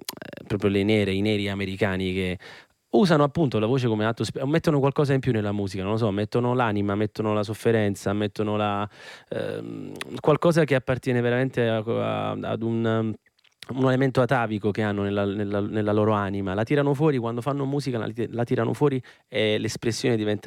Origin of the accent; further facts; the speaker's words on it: Naples, Campania, Italy; io da napoletano